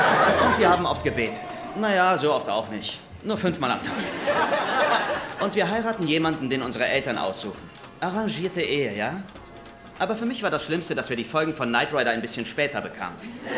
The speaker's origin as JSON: {"language": "German", "country": "Pakistan", "tie": "born or raised there", "moved": "yes", "said": "Ich bin in Pakistan aufgewachsen. Und ich werde immer wieder gefragt, wie war's da so? Wirklich gar nicht so anders als hier."}